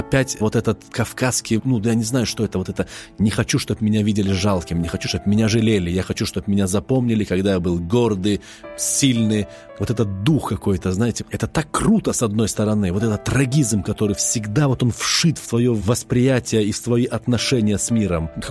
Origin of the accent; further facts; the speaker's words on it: Nalchik, Kabardino-Balkaria, Russia; Я сам из Нальчика.